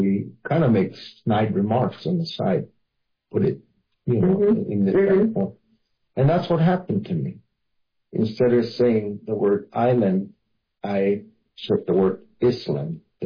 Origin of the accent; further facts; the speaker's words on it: Arizona, United States; first language Hopi; English is a second language; I've always spoken Hopi as my first language. It's never been English.